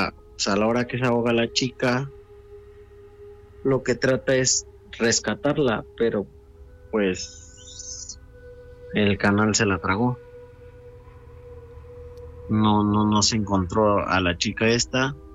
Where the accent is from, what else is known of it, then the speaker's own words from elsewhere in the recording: Xochimilco, Mexico City, Mexico; Soy de Xochimilco.